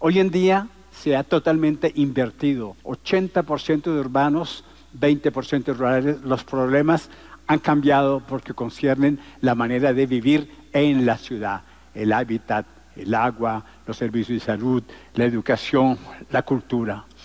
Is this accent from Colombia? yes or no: yes; Colombia; moved away as an adult; now in France; yo nací en América Latina. Yo nací en Colombia hace 67 años y viví hasta los 20 años en Colombia. Vivo en Francia desde hace 47